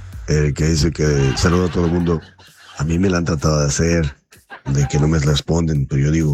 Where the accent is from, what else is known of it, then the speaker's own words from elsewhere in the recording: Mexico; now in United States; Somos mexicanos, somos hispanos.